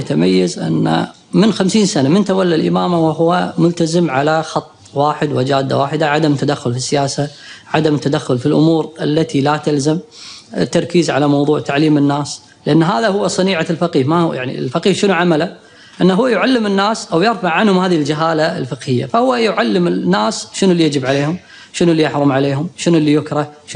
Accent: Kuwait; عندنا في الكويت

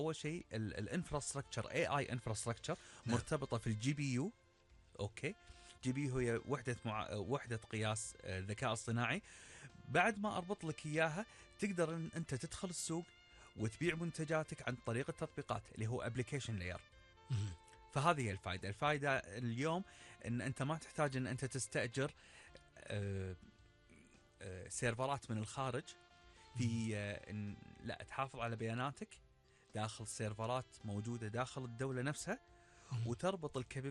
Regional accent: Kuwait; احنا عندنا بالكويت

